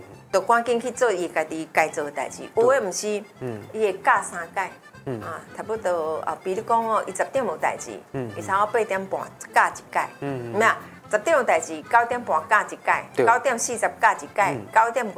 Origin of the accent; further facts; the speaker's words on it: Taiwan; 我们台湾人其实礼貌啦